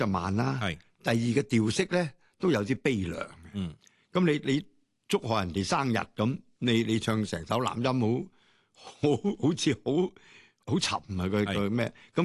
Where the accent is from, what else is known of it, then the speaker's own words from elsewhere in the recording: Guangdong, China; 因为我哋广东人咧叫嗰个系轻拍，叫做叮噶嘛。